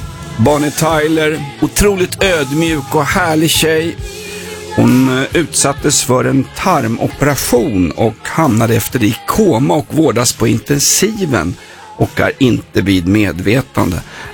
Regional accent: Stockholm, Stockholm County, Sweden; jag är från Vällingby

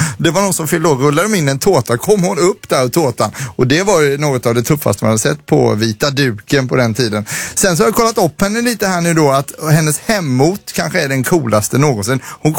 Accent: Blekinge, Sweden; Och jag är från Blekinge där vi har eken som landskapsblomma.

